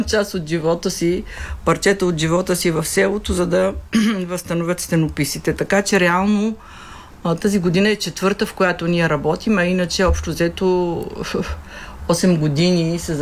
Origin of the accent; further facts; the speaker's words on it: Varshets, Montana Province, Bulgaria; born there; moved away; аз това разказвам, че съм родена от Вършечко